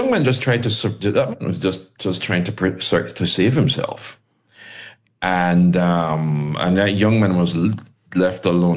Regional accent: Jamaica; well, I'm a Jamaican, I don't need to check anything.

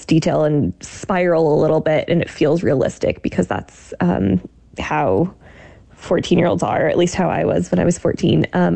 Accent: Iowa, United States; And growing up in Iowa, that wasn't something I knew very much about.

